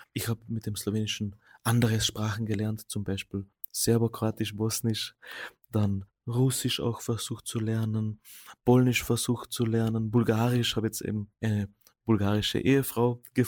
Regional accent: Carinthia, Austria; first language Slovenian; German is a second language

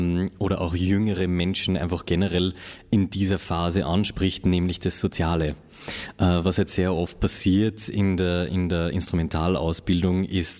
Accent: Upper Austria, Austria; Also ich komme ja aus Oberösterreich

